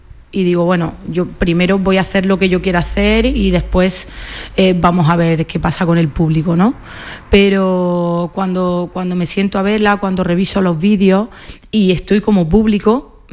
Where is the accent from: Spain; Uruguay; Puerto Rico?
Spain; Granada, Andalusia; yo soy de Granada